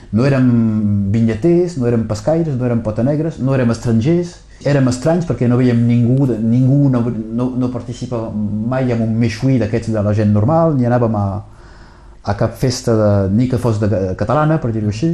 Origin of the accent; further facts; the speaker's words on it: Occitania, France; also born or lived in Arras, France; a néixer a 1.200 quilòmetres del teu país